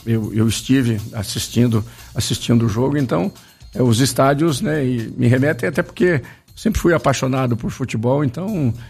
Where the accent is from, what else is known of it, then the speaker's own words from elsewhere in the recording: Campinas, São Paulo, Brazil; eu, que sou campineiro, nato